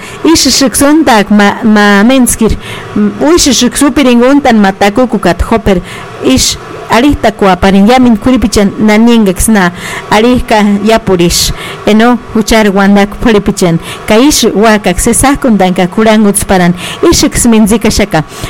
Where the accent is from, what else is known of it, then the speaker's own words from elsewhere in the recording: Michoacán, Mexico; first language Purépecha; es que vamos a traducir verdaderamente nuestra lengua purépecha, pues no, porque cada quien tenemos nuestra forma de hablar.